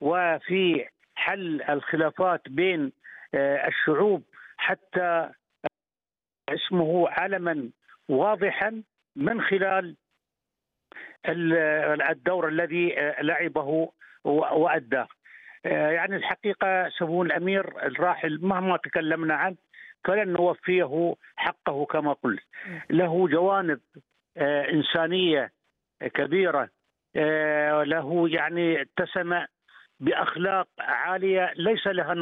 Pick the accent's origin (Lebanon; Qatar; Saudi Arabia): Qatar; نحن كقطريين نفخر بمثل هذا القائد العظيم